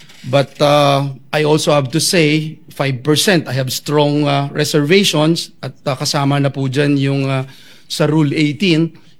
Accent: Bulacan, Central Luzon, Philippines; sabi ho ng matatanda sa amin sa Bulacan

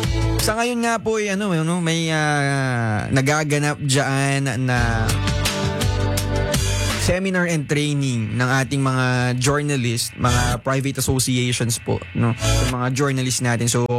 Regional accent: San Isidro, Cagayan Valley, Philippines; Yeah, taga San Isidro po ako, kaysa San Isidro, Isabela.

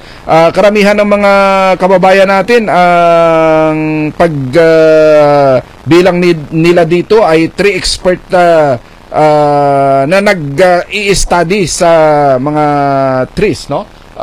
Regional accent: Iloilo, Philippines; Alam mo, karamihan dito sa amin sa Iloilo, like ako personally, laki tayong bundok, no? Sa malapit sa bundok yung bahay namin

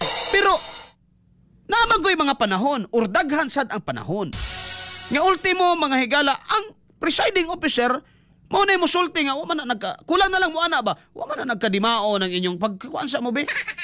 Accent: Davao, Davao Region, Philippines; Siya nga, taga-Dabaw ako, oh, pero hindi ko narinig yung huna sa subdivision, ha?

